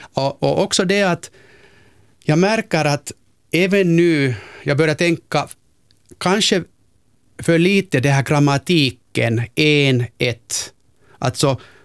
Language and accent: Swedish; Finland; first language Finnish; Swedish is a second language; Kanske du hör att jag är från Finland. Jag är helt finspråkig, men jag vill hålla mig svenska levande.